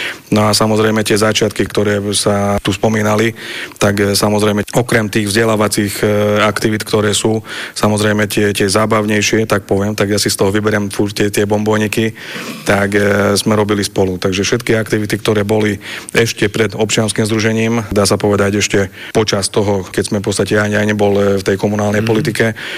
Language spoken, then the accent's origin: Slovak; Moldava nad Bodvou, Košice Region, Slovakia; moved away as an adult; also born or lived in Nitra; ja som sa dostal na strednú poľnohospodársku školu v Moldave, takže ja si myslím, že celé to detstvo do tých 18 rokov som strávil v Moldave, takže som neodcestoval do Košic alebo niekde inde na strednú školu.